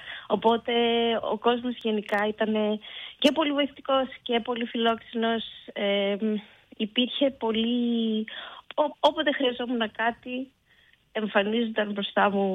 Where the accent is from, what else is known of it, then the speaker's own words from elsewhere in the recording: Greece; moved away; also born or lived in Litochoro / Denmark; Ενώ κατάγομαι από Τρικαλαμαθίας και από το Λεμαίδα, θεωρώ το Λιτόχωρο το χωριό μου.